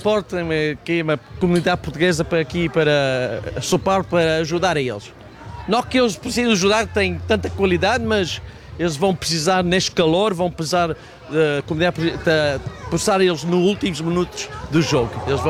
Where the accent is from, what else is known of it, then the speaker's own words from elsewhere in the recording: South Africa; now in United States; Eu cresci na África do Sul, era parte da comunidade portuguesa, clubes sociais portugueses. Agora vivo cá.